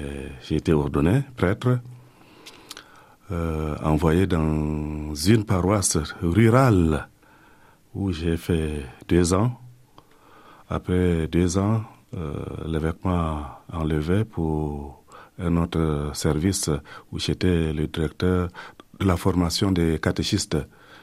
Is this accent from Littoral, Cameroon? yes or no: no; Far North, Cameroon; moved away as an adult; also born or lived in Yagoua; now in Coutances, France; Je viens effectivement de la région de l'extrême Nord Cameroun, dans le diocèse de Yagoua. C'est vraiment l'extrême Nord du Septentrion. Je suis né dans un village... Viri.